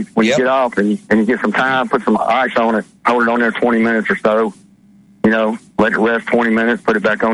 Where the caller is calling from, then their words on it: Mississippi, United States; in Mississippi.